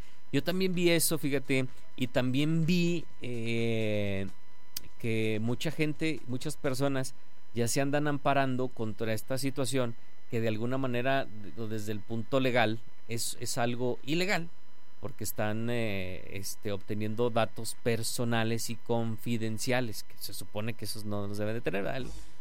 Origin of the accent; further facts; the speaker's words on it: Mexico; Pues me quiero esperar como buen mexicano a ver qué.